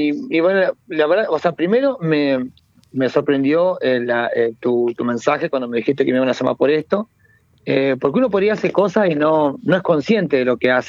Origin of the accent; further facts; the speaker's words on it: María Grande, Entre Ríos, Argentina; yo soy de María Grande, oriundo de allá. Arranqué teatro a trabajar allá.